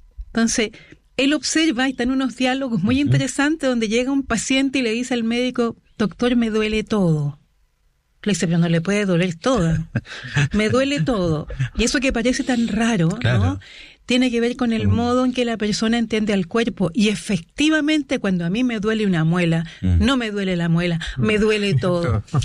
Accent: Chile; soy chilena

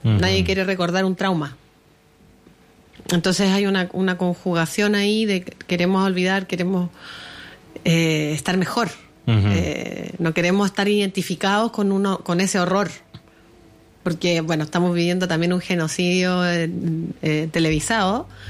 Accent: Chile

